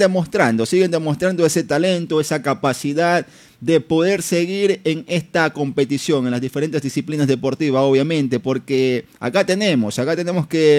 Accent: Ecuador; nosotros como ecuatorianos

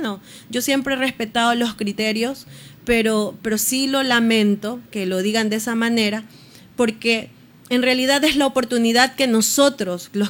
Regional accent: Esmeraldas, Ecuador; a mi sangre, a mi gente, a mi tierra

